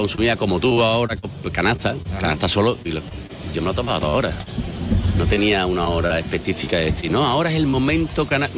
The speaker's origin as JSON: {"language": "Spanish", "town": "Jerez de la Frontera", "region": "Andalusia", "country": "Spain", "said": "Familia de Jerez, sí, señor."}